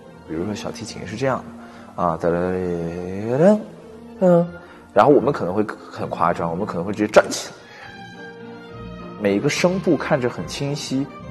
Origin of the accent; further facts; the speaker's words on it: China; 就是我们中国人去外国比赛一定要拿奖吗？